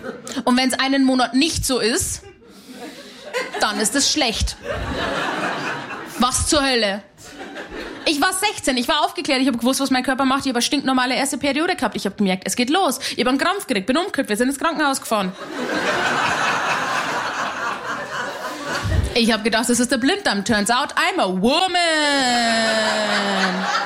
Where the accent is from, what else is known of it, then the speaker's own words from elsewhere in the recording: Hanausdorf, Bavaria, Germany; Meine Leitung war sehr lang, weil ich bin aus Hanausdorf bei Simbach bei Landa in der Isar. Da gibt's sowas nicht.